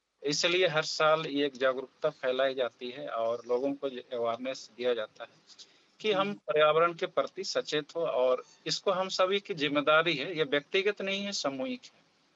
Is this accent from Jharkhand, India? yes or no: yes; Chakradharpur, Jharkhand, India; और मैं चक्रधरपुर का रहने वाला हूँ।